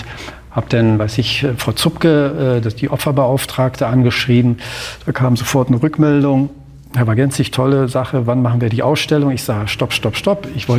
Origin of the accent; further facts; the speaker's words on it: East Germany, Germany; denn ich bin in der DDR groß geworden, bin dort sozialisiert